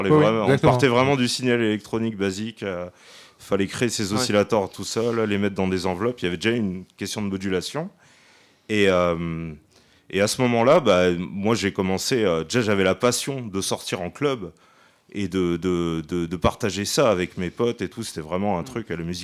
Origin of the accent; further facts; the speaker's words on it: Carcassonne, Occitanie, France; je viens de Carcassonne